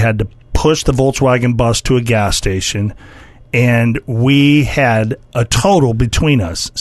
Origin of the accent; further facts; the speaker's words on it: California, United States; And I grew up in Southern California.